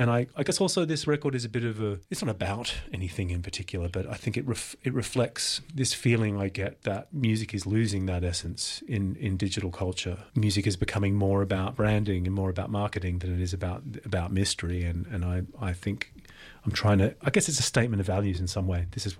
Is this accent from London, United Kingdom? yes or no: yes; Greenwich, London, United Kingdom; Quite close to here, actually. I grew up in Greenwich.